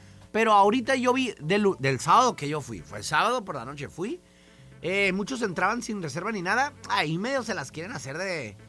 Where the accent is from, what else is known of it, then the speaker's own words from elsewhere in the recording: Mexicali, Baja California, Mexico; Como mexicalense hasta lo presumimos. No, temblores en mi tierra, en Mexicali.